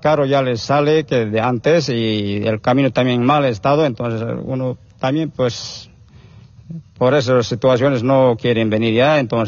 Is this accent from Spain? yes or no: no; Bolivia; nosotros como verdaderos bolivianos tenemos que defender nuestra patria también